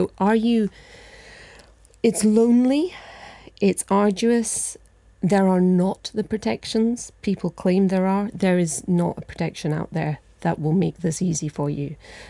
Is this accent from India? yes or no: yes; India; So my dad was a surgeon in he practiced in India. I was brought up in India.